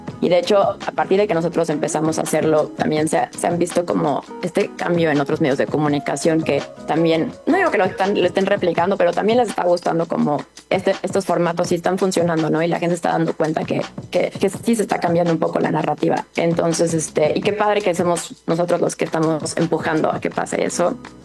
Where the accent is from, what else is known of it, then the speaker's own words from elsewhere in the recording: Mexico; Y nosotros como mexicanos nos empezamos a dar cuenta que merecemos mucho más